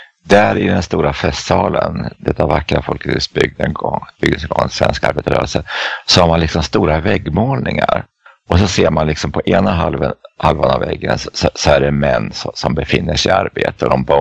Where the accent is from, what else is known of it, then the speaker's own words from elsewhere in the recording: Eskilstuna, Södermanland, Sweden; Jag kan möta min hemstad, gamla hemstad Eskilstuna.